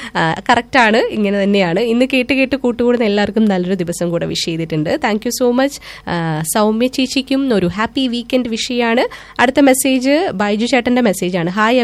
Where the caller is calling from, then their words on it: Kinassery, Kerala, India; കിനാശ്ശേരി നിന്ന്.